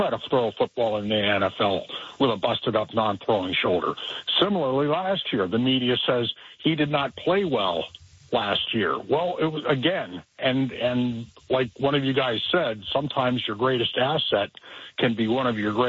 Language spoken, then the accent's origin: English; Erie, Pennsylvania, United States; I grew up in Erie. Was born 70 years ago, started watching football in the fall of 1964